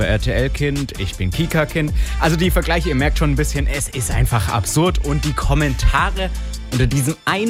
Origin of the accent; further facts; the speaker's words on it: Austria; Also ich bin Österreicher, du bist Deutsche.